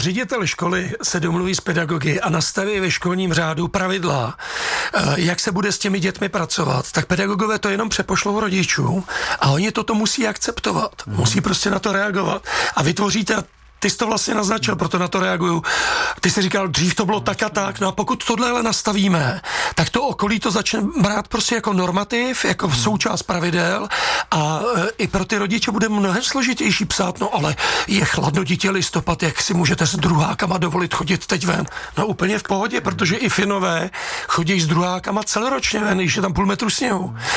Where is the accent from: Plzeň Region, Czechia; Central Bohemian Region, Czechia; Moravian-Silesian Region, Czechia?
Central Bohemian Region, Czechia; Příbram; já jsem Příbramák, jsem z Brd